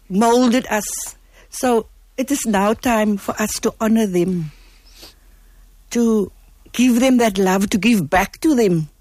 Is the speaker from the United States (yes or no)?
no; Cape Town, Western Cape, South Africa; moved away; We were raised by everybody in Claremont.